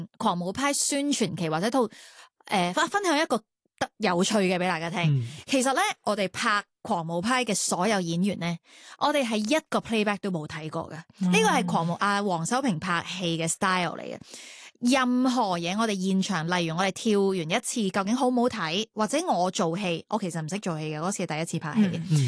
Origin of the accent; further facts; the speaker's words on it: Canada; now in Hong Kong; 其实我细个喺加拿大嘅时候系歌唱比赛出身啦，然之后已经喺本地嘅一啲电视台做主持。